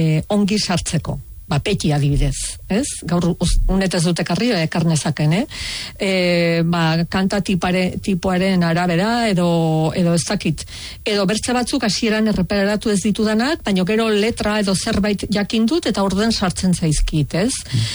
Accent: Baztan, Navarre, Spain

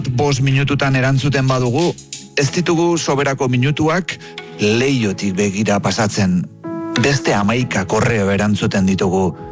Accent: Zarautz, Basque Country, Spain; born there; Zarauztik atera

